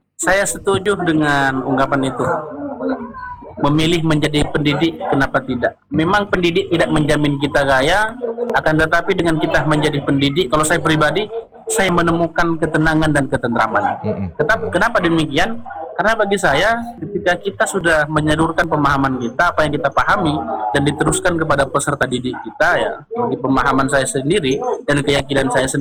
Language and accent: Indonesian; Madura, East Java, Indonesia; kita orang Madura kan masih memegang teguh terhadap falsafah orang Madura ya.